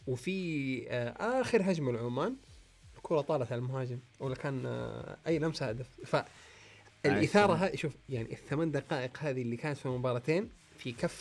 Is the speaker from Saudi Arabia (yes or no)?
yes; Saudi Arabia; كلنا يمكن كسعوديين